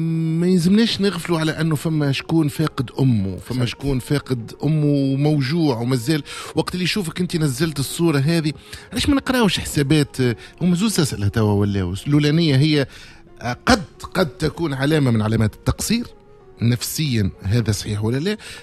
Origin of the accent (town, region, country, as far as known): Tunisia